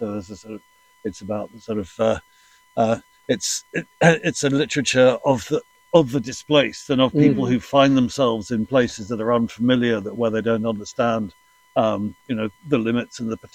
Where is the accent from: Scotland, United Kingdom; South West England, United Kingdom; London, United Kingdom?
South West England, United Kingdom; And I'm very struck as a Cornish person